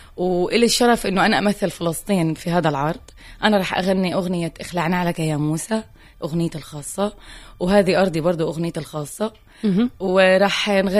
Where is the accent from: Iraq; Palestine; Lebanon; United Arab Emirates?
Palestine; Jerusalem; باب العمود عنا بالقدس